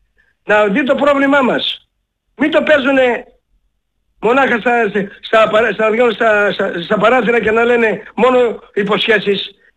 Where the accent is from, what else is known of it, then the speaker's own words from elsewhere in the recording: Aegean islands, Greece; Θέλουμε να επιβιώσουμε στα νησιά μας σαν νησιώτες.